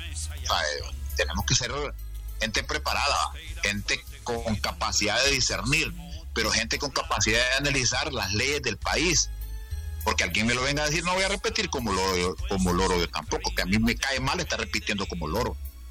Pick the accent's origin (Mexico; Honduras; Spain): Honduras; yo estoy claro como hondureño